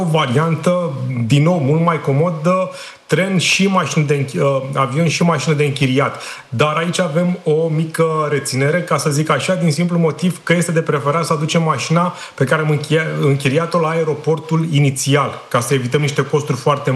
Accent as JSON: {"language": "Romanian", "country": "Romania", "said": "aici avem noi, ca români, avem și un alt avantaj"}